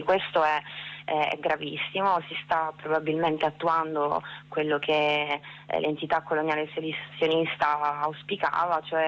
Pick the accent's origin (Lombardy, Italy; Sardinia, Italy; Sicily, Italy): Sardinia, Italy; noi anche come sardi abbiamo il dovere di fare questo, non solo per la nostra terra